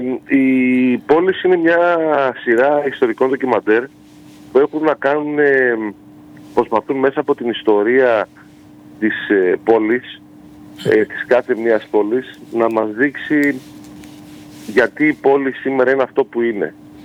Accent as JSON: {"language": "Greek", "country": "Greece", "said": "σαν Έλληνας πολίτης"}